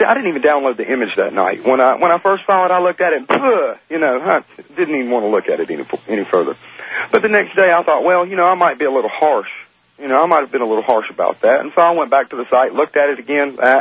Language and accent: English; Charlotte, North Carolina, United States; from Charlotte, North Carolina, down here in Mayberry, get Andy Griffith territory.